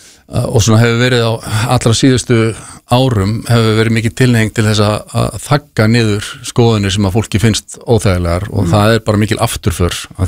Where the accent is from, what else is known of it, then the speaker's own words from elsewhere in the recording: Garðabær, Capital Region, Iceland; Við erum bara uppeldisbræður úr Garðabænum. Við erum hérna, báðir fættir þar og uppaldir.